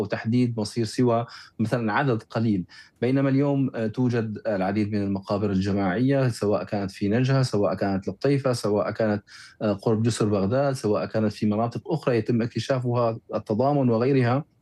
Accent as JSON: {"language": "Arabic", "country": "Syria", "said": "إذا نظرنا إلى أنفسنا كسوريين"}